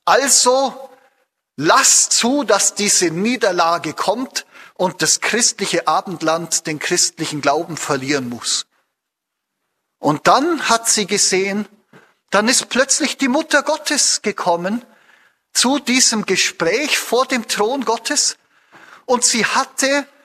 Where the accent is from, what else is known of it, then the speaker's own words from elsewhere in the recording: Bavaria, Germany; moved away as an adult; now in Austria; Ich komme ja aus Bayern, bin gerade als Missionar frisch hierher gekommen nach Österreich